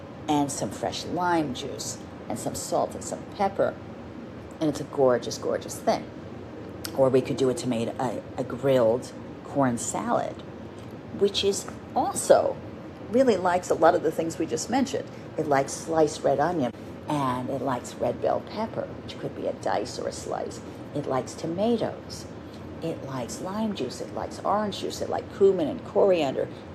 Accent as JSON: {"language": "English", "region": "New Jersey", "country": "United States", "tie": "born or raised there", "said": "So speaking of summer, you know, I grew up on the Jersey Shore, as you know. Found my little honky-tonk town when I was younger to be okay."}